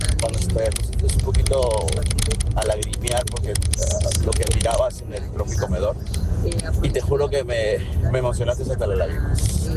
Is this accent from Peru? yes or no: yes; Peru; Yo soy peruano, amo Cali, estoy enamorado de Santiago.